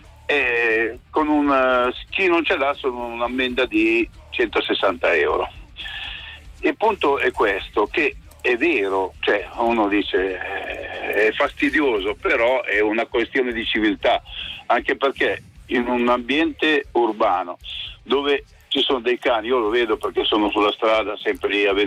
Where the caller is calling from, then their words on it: Sesto Calende, Lombardy, Italy; io sono di Sesto Calende, provincia di Varese